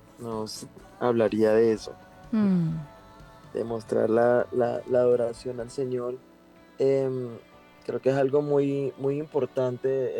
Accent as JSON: {"language": "Spanish", "country": "Venezuela", "moved": "yes", "lives_now": "Colombia", "said": "venimos de Venezuela"}